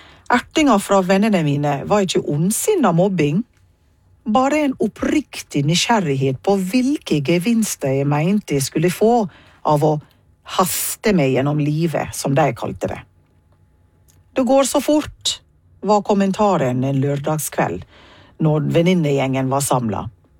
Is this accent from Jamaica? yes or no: yes; Jamaica; now in Norway; Ingen kokk med respekt for seg selv lager mat fort i hjemlandet mitt. Det er egentlig i det hele tatt veldig lite prestisje i at ting skal skje så veldig fort der jeg kommer fra.